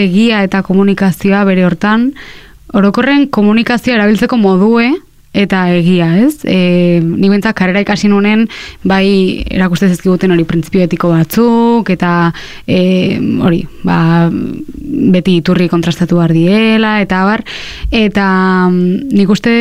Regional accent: Lazkao, Basque Country, Spain; now in Beasain, Spain; Lazkaon jaio nintzen, Beasainen bizi naiz, baina Lazkaotarra naiz izatez.

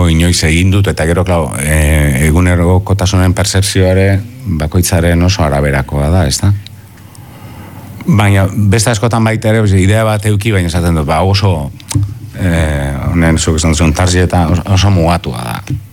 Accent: Basque Country, Spain; euskalduna naiz

